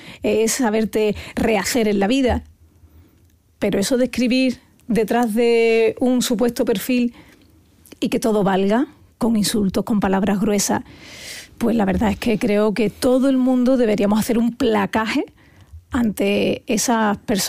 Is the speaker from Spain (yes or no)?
yes; Andalusia, Spain; como andaluza que soy.